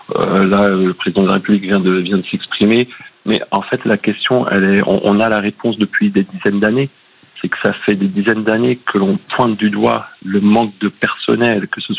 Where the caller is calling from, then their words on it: Caen, Normandy, France; De Caen, dans le Calvados.